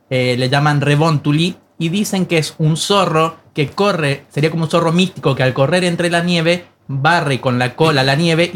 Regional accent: Uspallata, Mendoza, Argentina; Soy de Uspallata, por eso también lo conozco.

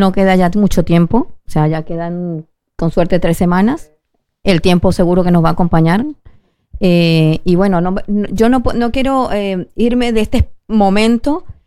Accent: San Fernando, O'Higgins, Chile; born there; yo nací en San Fernando, pero eso es mi zona, digamos, mi territorio.

